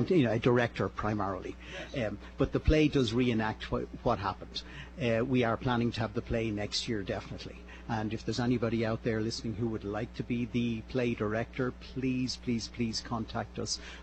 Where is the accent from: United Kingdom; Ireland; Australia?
Ireland; Dublin, Leinster; No, I'm from Dublin.